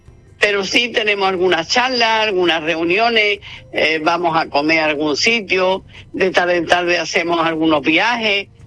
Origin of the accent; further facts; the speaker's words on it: Granada, Andalusia, Spain; now in San Roque, Spain; no somos nacidas aquí en San Roque. Yo me considero también ya sanroqueña, ¿no? Pero yo no soy sanroqueña, soy granajina, soy de Granada, pero yo, San Roque, pues para mí es como si yo hubiera nacido aquí.